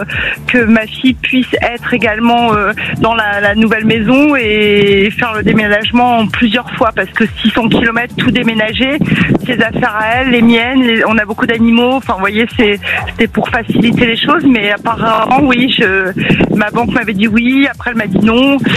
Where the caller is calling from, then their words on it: Toulouse, Occitanie, France; sur Toulouse également.